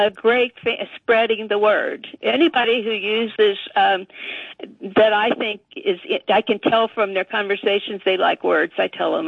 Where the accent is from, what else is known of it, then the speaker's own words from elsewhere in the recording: Covington, Kentucky, United States; now in Alexandria, United States; I grew up in Covington, Kentucky, which you probably know is across the river from Cincinnati, very German area.